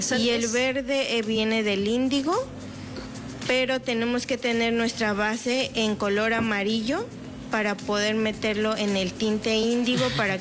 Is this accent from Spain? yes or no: no; Teotitlán del Valle, Oaxaca, Mexico; first language Zapotec; Spanish is a second language; soy artesana textil de Teotitlán del Valle. Orgullosamente hablo de mi pueblo y hablamos una lengua materna que es el zapoteco.